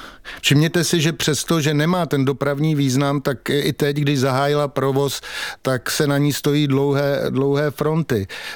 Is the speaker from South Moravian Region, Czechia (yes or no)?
no; Prague, Czechia; Já když jsem byl kluk a vyrůstal jsem v Praze na Starém Městě